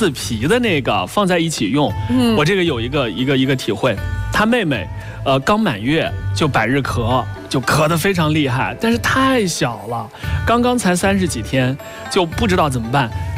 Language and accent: Chinese; Hunan, China; 我也是湖南人